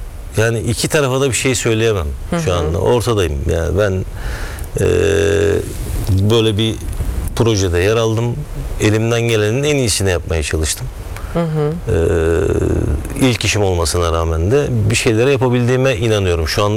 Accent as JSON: {"language": "Turkish", "town": "Burhaniye", "region": "Balıkesir", "country": "Turkey", "tie": "born or raised there", "said": "benim memleketim, ben Burhaniye, Balıkesir Burhaniye'liyim ben."}